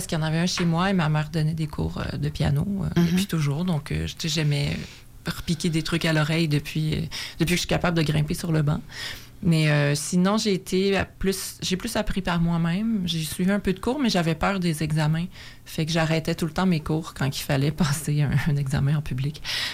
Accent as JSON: {"language": "French", "region": "Quebec", "country": "Canada", "tie": "born there", "said": "Moi, je suis née au Lac-Saint-Jean."}